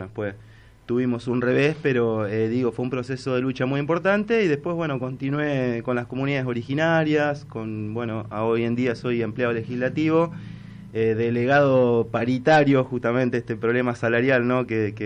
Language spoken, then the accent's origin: Spanish; Santa Rosa, La Pampa, Argentina; born there; moved away as an adult; also born or lived in Córdoba; now in Chaco, Argentina; nací en la provincia de La Pampa, pero me fui a estudiar a Córdoba.